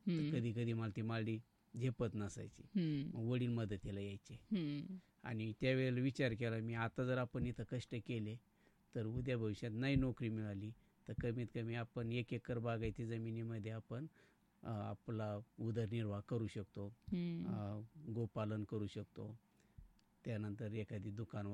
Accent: Pachegaon, Maharashtra, India; माझं बालपण माझ्या पाचेगाव या गावीच गेलं आणि खूप छान होतं.

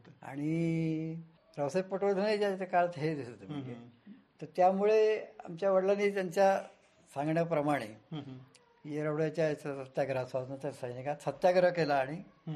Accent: Akole, Maharashtra, India; अकोले माझं मूळ गाव आहे.

